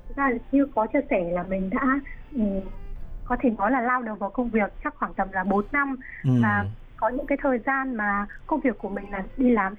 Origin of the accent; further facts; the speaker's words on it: Lạng Sơn, Vietnam; Mình quê ở Lạng Sơn.